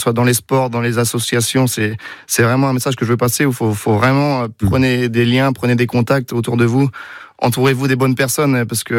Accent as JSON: {"language": "French", "town": "Saint-Martin", "region": "Pays de la Loire", "country": "France", "tie": "born or raised there", "also_born_or_lived": "Laval", "said": "Oui, à Saint-Martin. Je suis né à Laval et grandi à Saint-Martin."}